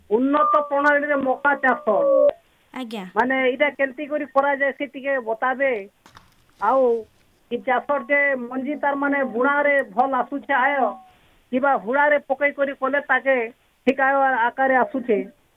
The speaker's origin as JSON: {"language": "Odia", "town": "Pakelpada", "region": "Odisha", "country": "India", "tie": "born or raised there", "said": "ମୁଡିଂ ପାକେଲପଡ଼ା ମୋର ଗାଁ।"}